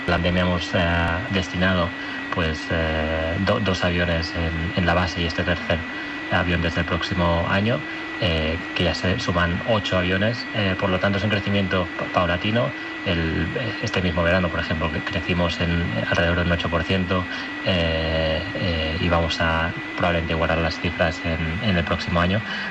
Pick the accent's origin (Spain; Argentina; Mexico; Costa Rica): Spain; Barcelona, Catalonia; Yo soy de Barcelona, entonces tengo algo por Barcelona.